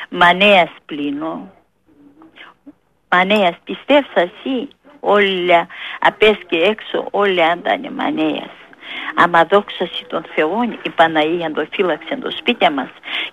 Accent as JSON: {"language": "Greek", "town": "Philothei", "country": "Greece", "accent": "Pontic", "said": "Φιλοθέην είμαι."}